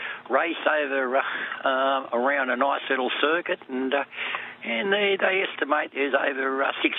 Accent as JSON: {"language": "English", "town": "Sans Souci", "region": "New South Wales", "country": "Australia", "said": "I went to school across the railway line from you, mate. I'm a San Susie boy."}